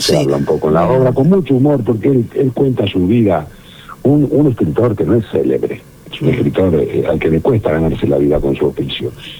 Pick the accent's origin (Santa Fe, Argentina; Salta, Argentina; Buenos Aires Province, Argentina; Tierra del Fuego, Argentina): Santa Fe, Argentina; Rosario; yo soy rosarino, estrenado en Rosario